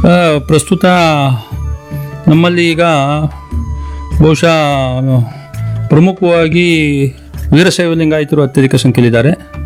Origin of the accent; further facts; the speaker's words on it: Hanchipura, Karnataka, India; ನಮ್ಮ ಅಂಚಿಪುರ ಗ್ರಾಮಕ್ಕೆ